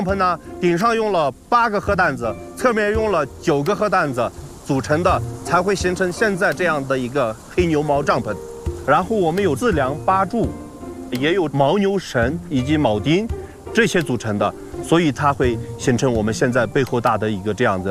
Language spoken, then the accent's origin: Chinese; Tianjun County, Qinghai, China; 我们的家乡天津县